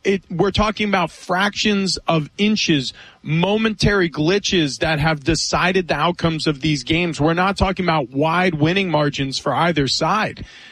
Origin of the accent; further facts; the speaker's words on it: New York, United States; And I grew up in New York. I grew up a Knicks fan.